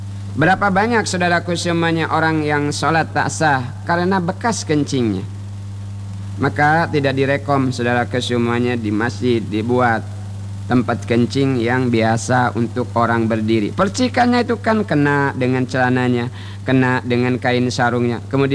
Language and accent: Indonesian; Bangka Belitung Islands, Indonesia; Kata kita orang Bangka, bebula.